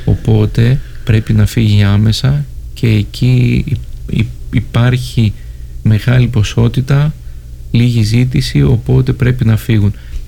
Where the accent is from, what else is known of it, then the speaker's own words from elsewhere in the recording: Greece; σαν Έλληνες